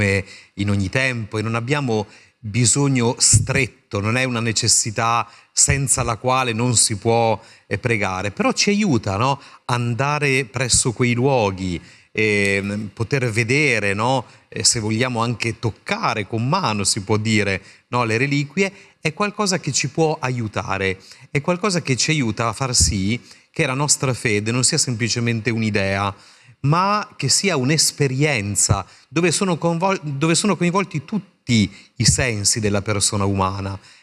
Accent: Parma, Emilia-Romagna, Italy; born there; Io sono nato a Parma

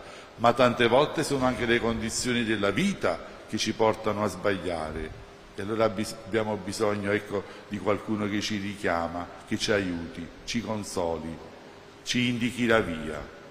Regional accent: Campania, Italy; almeno dalle nostre parti, anche nel napoletano

